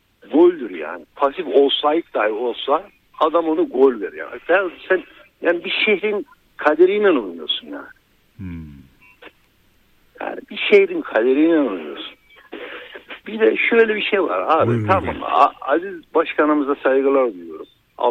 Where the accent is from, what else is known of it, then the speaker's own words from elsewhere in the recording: Kayseri, Turkey; Şimdi Atılla abi, Kayseri mesela, ben Kayseri'liyim.